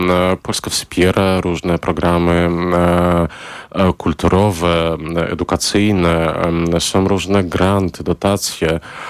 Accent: Belarus; Tak, jest to pewne zamanifestowanie tego, że jestem Białorusinem, nie jestem częścią ruskiego miru, tak?

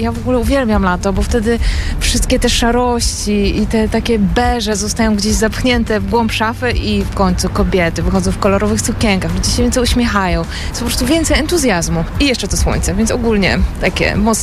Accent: Kraków, Lesser Poland, Poland; Jesteśmy dopiero pierwszy dzień w Poznaniu, jesteśmy z Krakowa.

